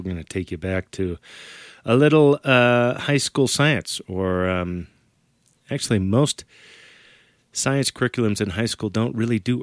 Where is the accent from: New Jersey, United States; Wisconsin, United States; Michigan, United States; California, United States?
California, United States; I grew up in California where we definitely had landslides.